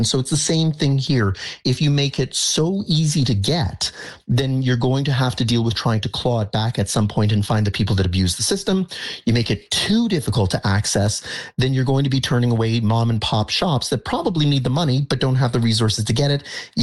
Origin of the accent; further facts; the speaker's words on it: Canada; I'm a Canadian